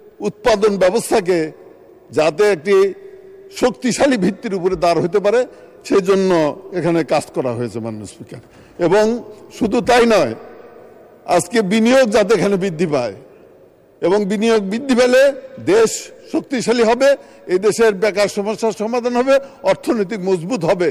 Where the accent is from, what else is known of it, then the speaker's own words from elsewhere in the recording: Tangail, Dhaka Division, Bangladesh; যেহেতু টাঙ্গাইলে আমি ছোট থেকে বড় হয়েছি, কাজে এই টাঙ্গাইলে মানুষের সাথে আমার একটি সম্পর্ক আছে